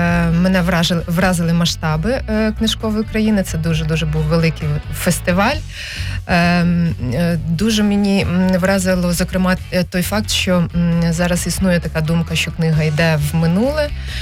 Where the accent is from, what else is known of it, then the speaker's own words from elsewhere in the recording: Vinnytsia, Vinnytsia Oblast, Ukraine; moved away; Тому що нарешті я у рідній Вінниці.